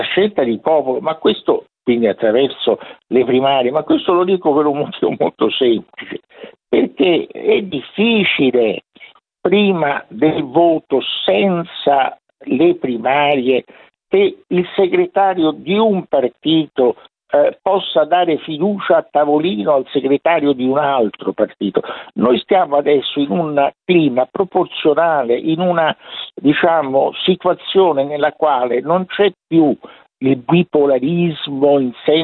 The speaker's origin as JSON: {"language": "Italian", "town": "Rome", "region": "Lazio", "country": "Italy", "said": "Oddio, romano non è un... io sono romano, non è un termine dispregiativo"}